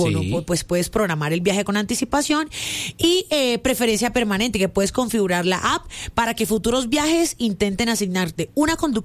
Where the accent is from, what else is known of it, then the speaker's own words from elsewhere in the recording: Colombia; es que como todo colombiano y como aquí hay tanta vaina, uno, uh-huh, como dicen por ahí, echa la ley, echa la trampa.